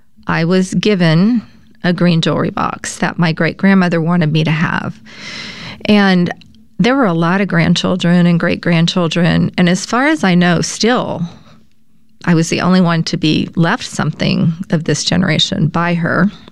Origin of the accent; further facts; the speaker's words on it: Louisiana, United States; So yes, I grew up in Louisiana myself. I grew up in the southwest part of the state.